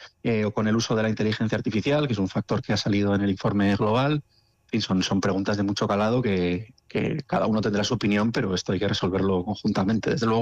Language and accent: Spanish; Basque Country, Spain